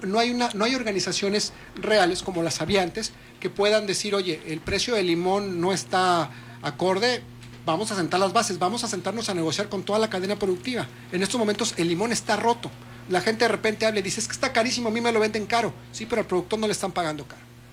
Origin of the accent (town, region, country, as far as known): Mexico